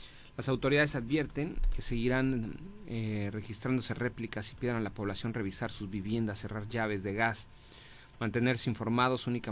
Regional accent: Mexico; que retomemos esa identidad que teníamos los mexicanos de saber ser buenos anfitriones.

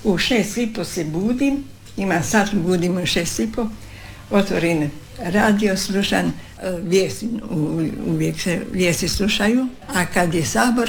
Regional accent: Sreser, Dubrovnik-Neretva County, Croatia; Rođena sam u Sreseru na Pelješcu, to je općina Janjina. I do 40. godine sam bila u kući, sama sam bila od roditelja.

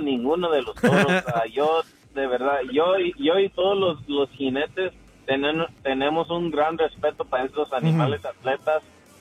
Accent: California, United States; Yo soy del sur de California, pero mi papá es de Juchipila, Zacatecas.

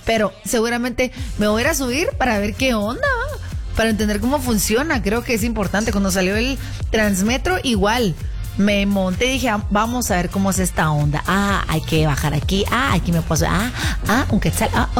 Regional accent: Guatemala; así somos los guatemaltecos, somos bien chutes.

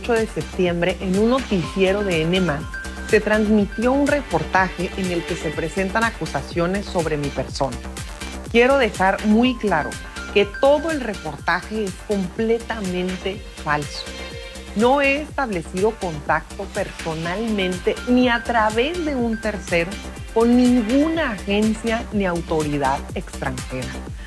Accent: Baja California, Mexico; el pueblo de mi tierra, Baja California.

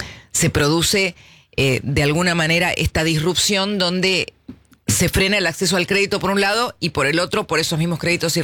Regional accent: Argentina

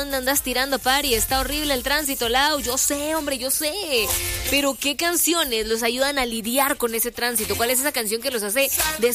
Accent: Guatemala; Creo que los guatemaltecos tenemos un cantadito, ¿saben? Porque dice, buenas.

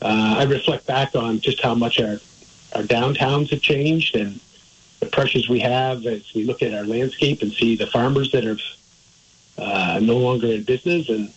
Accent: East Montpelier, Vermont, United States; I was born in East Montpelier. I said, I like looking at the Worcester mountain range from this side, because when I grew up, I looked at it from the other side.

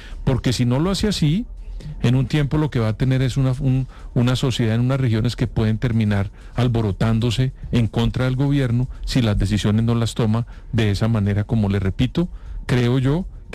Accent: Colombia; yo como colombiano esperaría que frente al fenómeno del Niño

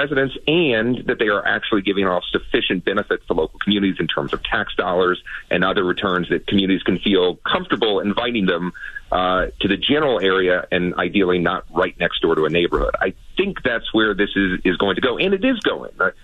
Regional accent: Virginia, United States; these are states that have not, in general, outside of Virginia, my hometown, our home state, not built a lot of data centers.

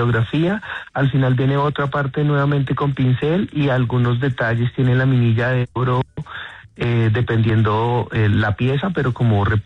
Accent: Guaviare, Colombia; Entonces digamos que yo vengo del Guaviare, nosotros como que vivimos todos estos temas de la violencia del Guaviare en el 99

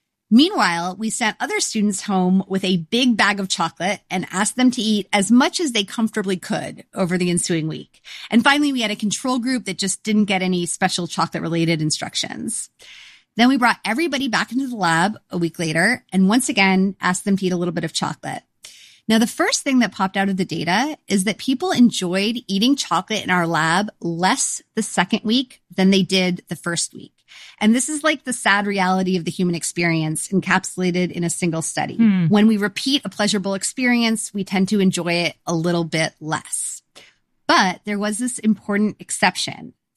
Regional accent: Canada; as a Canadian, I am legally obligated to encourage people to seek out Quebec maple syrup

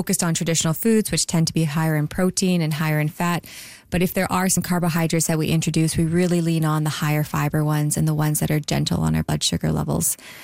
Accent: Prince Rupert, British Columbia, Canada; growing up in Prince Rupert, which has a very diverse population, coming from the cannery days and the fishing industry, but also from my own background. So my mother is Cantonese

